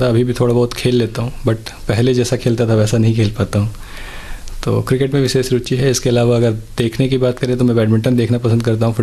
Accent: Katras, Jharkhand, India; moved away as an adult; also born or lived in Dhanbad; now in Ranchi, India; मैं धनबाद का रहने वाला हूँ। धनबाद में एक छोटा सा टाउन है कतरास। मेरा बचपन वहीं बीता है, मेरी 10th तक की पढ़ाई वहीं पे हुई है और फिर 11th-12th मेरी धनबाद में हुई है।

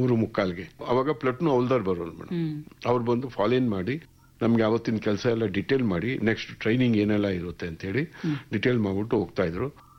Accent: Bengaluru, Karnataka, India; first language Kannada; Sir ನಾನು Bengaluru Karnataka sir.

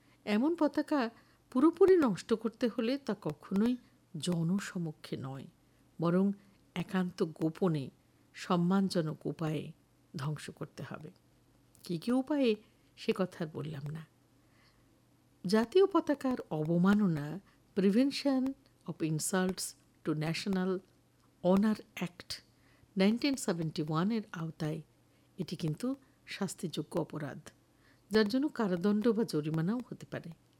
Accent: India; আমরা প্রত্যেকটি ভারতীয় নাগরিক

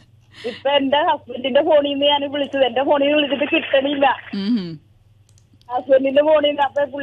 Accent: Kakkanad, Kerala, India; എന്റെ വീട് അതിന്റെ താഴെയാണ്, എന്റെ സ്വന്തം വീട് തന്നെ ഇവിടെ കെട്ടിച്ചേക്കണതാണ്.

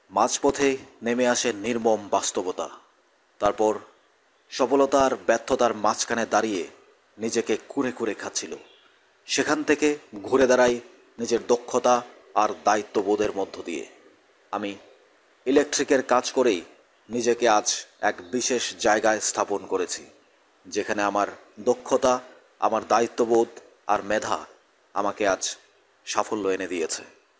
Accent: Baikhora, Tripura, India; বায়খরা দক্ষিণ ত্রিপুরায় আমার বাড়ি হলেও

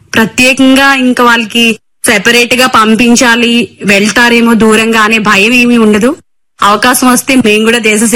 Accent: Madhavaram, Andhra Pradesh, India; మా గ్రామంలో చదువుకునే అప్పటి నుంచి కూడా మాకు స్వచ్ఛ భారత్ మీద అవగాహన ఉంటుందండి. నేను కూడా మా ఊర్లో చదువుకోవడంతో

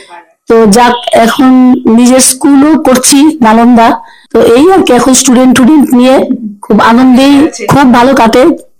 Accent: Agartala, Tripura, India; born there; also born or lived in Silchar, Assam; আমার বাবা ট্রান্সফার হয়ে আগরতলায় এসছে 1974, ঠিক আছে। তো তখন থেকে আমরা আগরতলায় থাকি। তো তখন আমি আগরতলায় এসে আমার যদ্দুর মনে পড়ছে, আমি ক্লাস টু তে এসে আগরতলায় ভর্তি হয়েছি, হ্যাঁ বিজয় কুমার স্কুলেই ভর্তি হয়েছি।

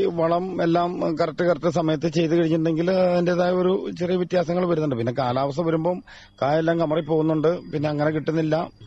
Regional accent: Kunchithanni, Kerala, India; born there; Kunchithanni government ഹൈസ്കൂളിലായിരുന്നു വിദ്യാഭ്യാസം.

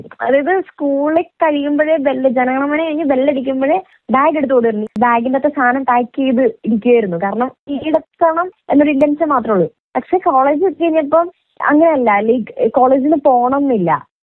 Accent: Kanjirappally, Kerala, India; moved away as an adult; ഞാൻ കാഞ്ഞിരപ്പള്ളി സ്വദേശിനിയാണ്.

